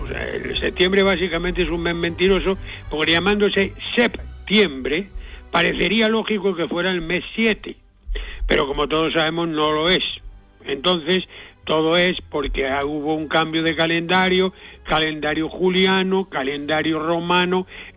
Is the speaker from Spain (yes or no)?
yes; Fuensalida, Castilla-La Mancha, Spain; en mi pueblo, que es un pueblo llamado Fuensalida, provincia de Toledo